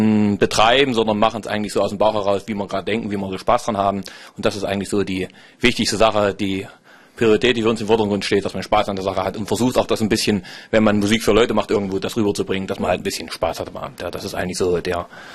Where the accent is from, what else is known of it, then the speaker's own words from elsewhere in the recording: Wippra, Saxony-Anhalt, Germany; Wir kommen selber nicht aus Irland, sondern aus Wippra.